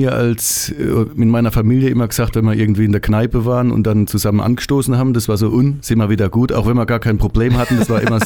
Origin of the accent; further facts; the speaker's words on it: Germany; accent: Kurpfälzisch; dieser Dialekt, mit dem ich quasi als Kind schon auf der Straße sprechen gelernt habe